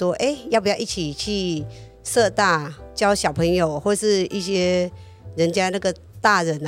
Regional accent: Phnom Penh, Cambodia; now in Taiwan; 来自柬埔寨

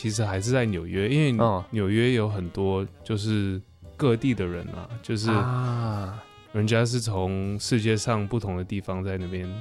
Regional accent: Taipei, Taiwan; moved away as an adult; also born or lived in Amsterdam, Netherlands / New York, United States; 我在台北出生，在仁爱医院出生。

